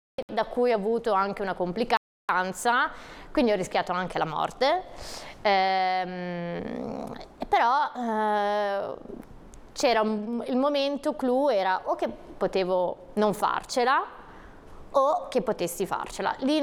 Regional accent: Pietra Ligure, Liguria, Italy; io sono di Pietra Ligure

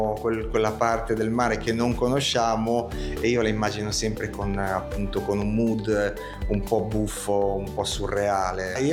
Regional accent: Liguria, Italy; Sono ligure, quindi bene o male, quando non ho una commissione precisa, poi finisco sempre per parlare del mare

